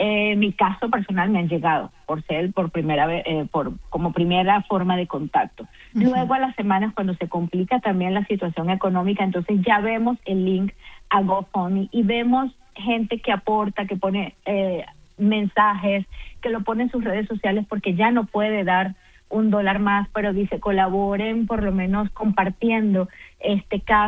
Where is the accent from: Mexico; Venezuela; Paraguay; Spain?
Venezuela; now in Doral, United States; Más de 40% de los habitantes somos venezolanos, por cierto